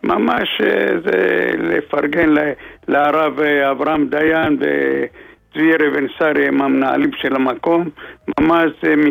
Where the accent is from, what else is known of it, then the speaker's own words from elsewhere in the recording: Jerusalem, Jerusalem District, Israel; אני מירושלים, מרמת שלמה.